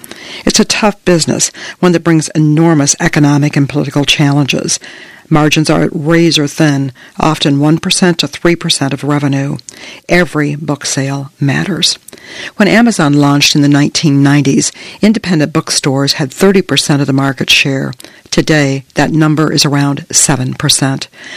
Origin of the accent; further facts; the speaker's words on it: Austin, Texas, United States; In my hometown of Austin, Texas